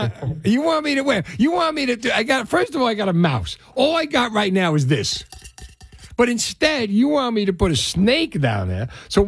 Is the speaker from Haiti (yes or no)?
no; Union City, New Jersey, United States; growing up in Union City.